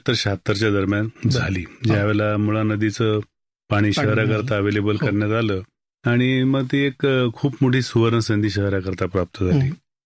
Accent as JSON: {"language": "Marathi", "town": "Ahmednagar", "region": "Maharashtra", "country": "India", "tie": "born or raised there", "also_born_or_lived": "Karjat", "said": "मी नगरमध्येच जन्मलो. माझा जन्म गंगाधर गुणे आयुर्वेद हॉस्पिटल इथे झाला."}